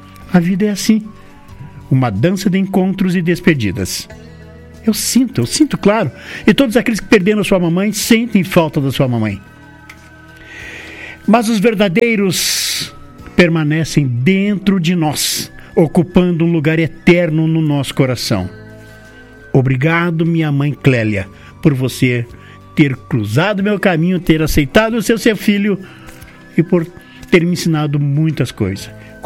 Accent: Brazil; born there; onde eu nasci, no bairro Carazinho, com muito orgulho.

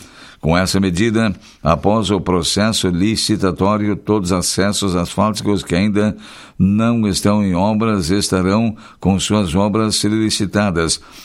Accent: Rio Grande do Sul, Brazil; born there; moved away; Sabe que agora eu acho que eu vou dar uma passadinha na minha terra.

